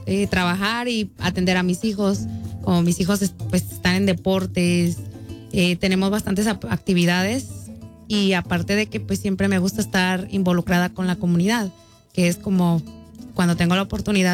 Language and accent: Spanish; Michoacán, Mexico; Yo soy originaria de Michoacán.